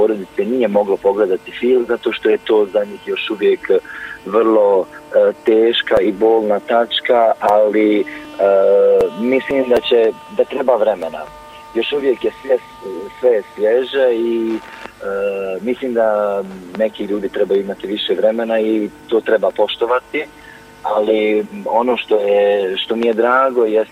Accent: Srebrenica, Republika Srpska, Bosnia & Herzegovina; moved away; mi smo otišli iz Srebrenice 93. godine, prije na 7 dana nego što će Srebrenica postati zaštićena zona UN-a

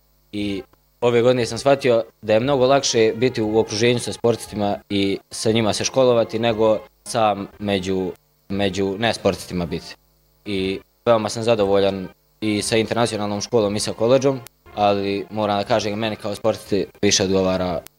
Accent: East Sarajevo, Republika Srpska, Bosnia & Herzegovina; dolazim iz Istočnog Sarajeva.

